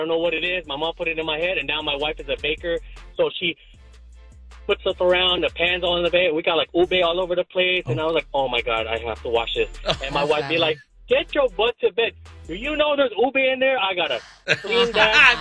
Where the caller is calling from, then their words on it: Long Beach, California, United States; I come from Strong Beach, Long Beach.